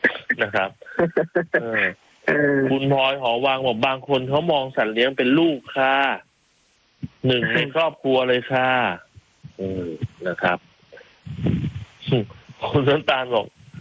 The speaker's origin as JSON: {"language": "Thai", "region": "Chachoengsao", "country": "Thailand", "tie": "born there", "said": "ครับผมเป็นคนเกิดน่าจะเป็นภูมิลำเนาเกิดเลยแหละเกิดที่ฉะเชิงเทรานั่นแหละ"}